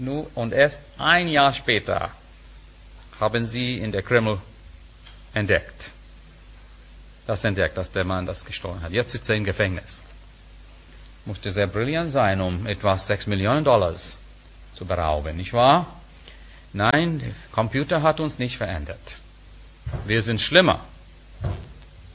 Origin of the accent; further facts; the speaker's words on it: India; German is a second language; moved away; als Inder